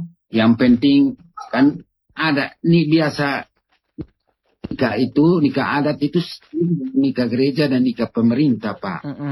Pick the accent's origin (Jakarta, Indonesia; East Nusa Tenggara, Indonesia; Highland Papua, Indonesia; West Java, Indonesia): East Nusa Tenggara, Indonesia; Ya kalau tradisi saya kan orang Amanuban, jadi saya tidak boleh minta adat lebih dari istri saya.